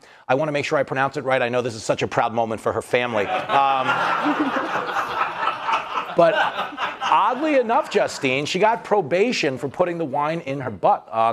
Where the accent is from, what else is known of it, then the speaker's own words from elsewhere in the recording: New York, United States; if I'm at a party growing up in New York and we run out of stuff, we go to the store